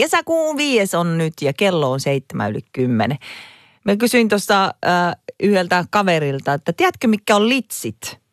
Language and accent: Finnish; Lapland, Finland; meillä Lapissa